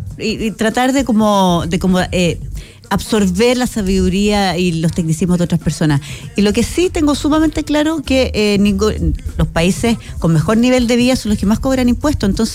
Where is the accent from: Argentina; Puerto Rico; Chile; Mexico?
Chile; Somos todos los chilenos, pues.